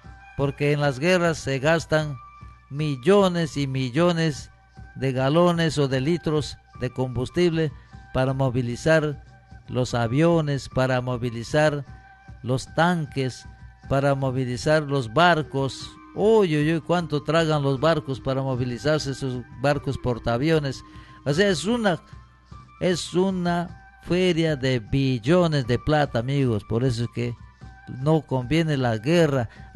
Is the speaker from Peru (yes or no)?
yes; Peru